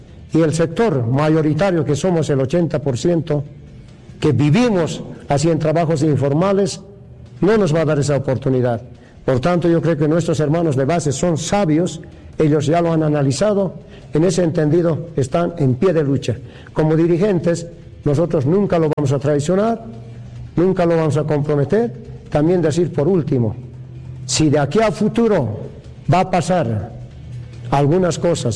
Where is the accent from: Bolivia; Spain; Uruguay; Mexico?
Bolivia; La Paz; Seremos nacionales, pero somos de La Paz.